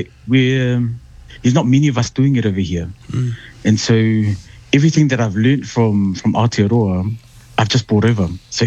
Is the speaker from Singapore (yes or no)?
no; Aunu'u, Eastern District, American Samoa; and I come from the mighty villages of Lutu Anu'u